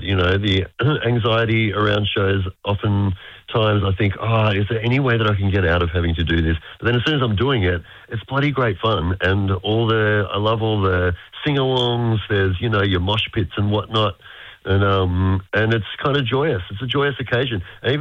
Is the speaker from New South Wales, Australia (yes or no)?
yes; Sydney, New South Wales, Australia; because I'm from Sydney